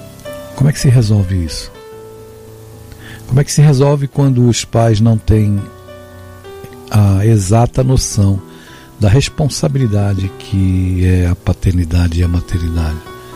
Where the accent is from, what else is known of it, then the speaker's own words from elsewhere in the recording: São Vicente, São Paulo, Brazil; São Vicente foi a cidade onde eu passei a minha adolescência e a minha infância, onde eu fui criado praticamente.